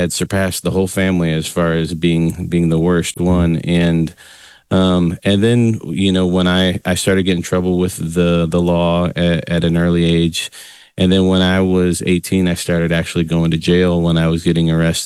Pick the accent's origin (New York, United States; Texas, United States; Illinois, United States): Illinois, United States; No, you know, I grew up in the Chicago suburbs to, you know, my mom and dad were really young when they had me.